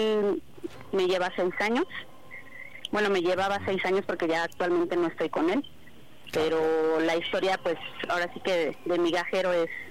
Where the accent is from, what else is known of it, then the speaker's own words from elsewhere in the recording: Iztacalco, Mexico City, Mexico; Tengo 31 y soy de Iztacalco.